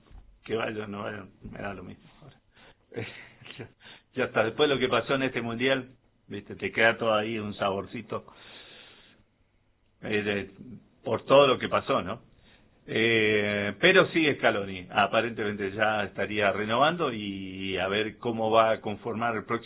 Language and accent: Spanish; Argentina; Como somos los argentinos, ¿no? Consumidores fanáticos.